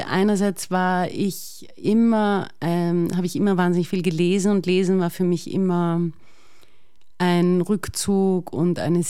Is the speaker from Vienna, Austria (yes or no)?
yes; Vienna, Austria; ich bin Wienerin. Mhm. Und ich finde, also erstaunlicherweise empfinde ich die Stadt Wien auch als mein Zuhause, so richtig, das hat so ein richtiges Zuhausegefühl.